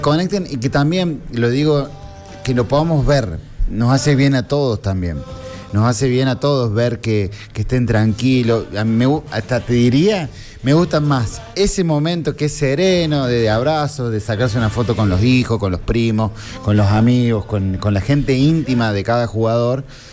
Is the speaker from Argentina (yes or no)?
yes; Argentina; somos argentinos